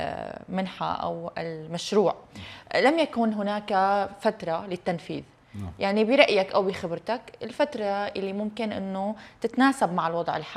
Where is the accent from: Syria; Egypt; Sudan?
Syria; بالنسبة لنا كسورية وكسوريين